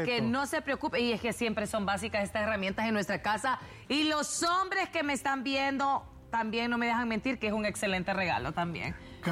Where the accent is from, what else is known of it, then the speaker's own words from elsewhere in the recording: Tegucigalpa, Francisco Morazán, Honduras; yo soy de Tegucigalpa